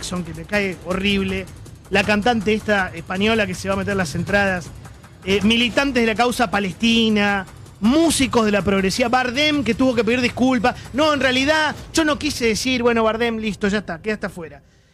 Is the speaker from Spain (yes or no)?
no; Argentina; A mí como argentino, si atacan mi selección, mi capitán, mi líder, mi ídolo, mi pueblo, mi gente, mi sociedad, mis costumbres, mi tierra y mi familia